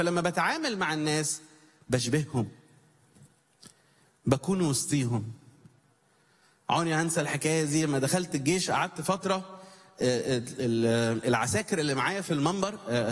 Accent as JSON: {"language": "Arabic", "town": "Cairo", "region": "Cairo Governorate", "country": "Egypt", "said": "وانا جاي من القاهرة."}